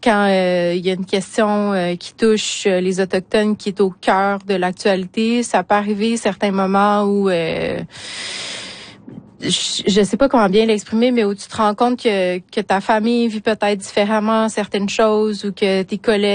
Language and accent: French; Quebec City, Quebec, Canada; comme Chouchan, j'ai grandi à Québec, donc hors communauté.